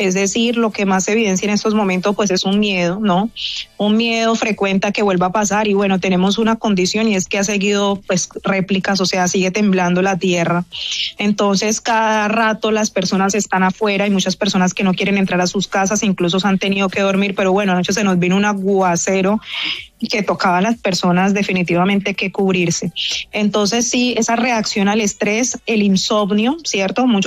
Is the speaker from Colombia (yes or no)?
yes; Chocó, Colombia